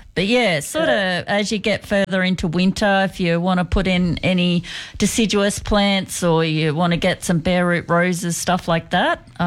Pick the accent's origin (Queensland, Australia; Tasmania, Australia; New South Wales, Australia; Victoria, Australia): New South Wales, Australia; Goulburn; now in Canberra, Australia; I come from Goulburn